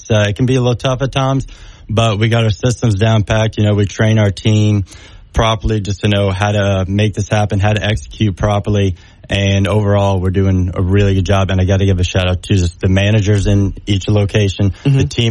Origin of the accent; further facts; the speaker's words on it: Louisiana, United States; I know of him. I'm from Louisiana. How do you know of him?